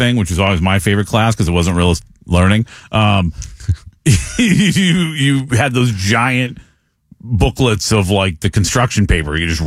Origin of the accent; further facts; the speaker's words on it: United States; we're from America